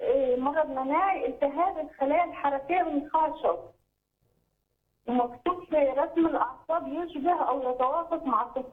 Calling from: Beheira, Egypt; من البحيرة.

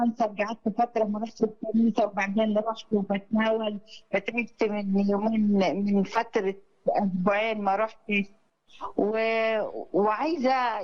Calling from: Asyut, Asyut Governorate, Egypt; هنا أحسن في أسيوط؟

